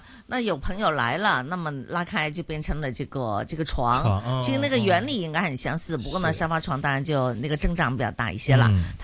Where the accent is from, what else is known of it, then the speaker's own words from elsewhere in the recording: Hong Kong; 对，好想有的。那小时候我在那里长大哈，所以小时候我们都有午睡的哈。